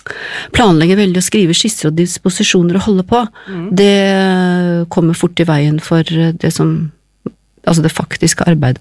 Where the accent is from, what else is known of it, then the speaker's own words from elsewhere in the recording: Moss, Østfold, Norway; Egentlig så kommer jeg fra Moss